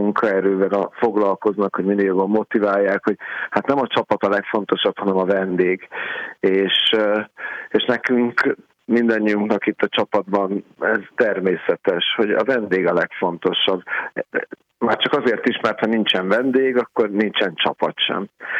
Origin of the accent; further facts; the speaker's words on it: Budapest, Hungary; de a Modizsmond körtér mellett nőttem fel, és ott a Gellért szállodában nagyon sok izgalmas autót láttam